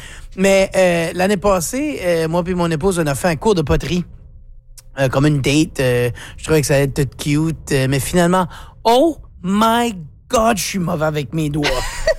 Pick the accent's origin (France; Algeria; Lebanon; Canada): Canada; Acadia; en tant qu'Acadien qui utilise beaucoup, beaucoup de mots anglais, qui utilise des régionalismes